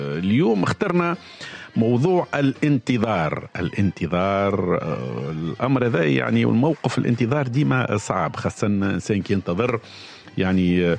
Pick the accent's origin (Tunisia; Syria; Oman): Tunisia; accent: Tunisian; احنا نقوله نستنى بلهجتنا التونسية.